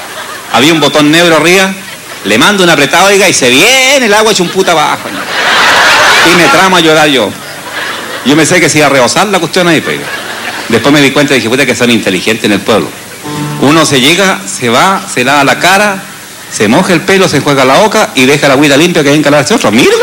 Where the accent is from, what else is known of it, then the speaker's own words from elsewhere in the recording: Chile; La guaracha, amigos, aunque no siendo chilena, llegó con las vitrolas a Chile y en mi tierra la cantábamos así.